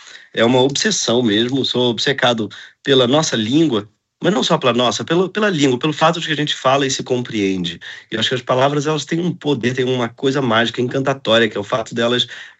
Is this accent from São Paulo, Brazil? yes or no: no; Rio de Janeiro, Brazil; o Rio de Janeiro, que é, por acaso, minha cidade, onde eu nasci e cresci